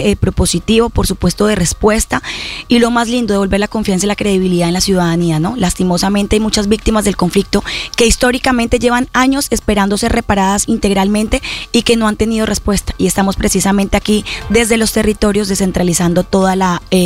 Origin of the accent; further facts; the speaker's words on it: Huila, Colombia; yo soy una huilense que ama su tierra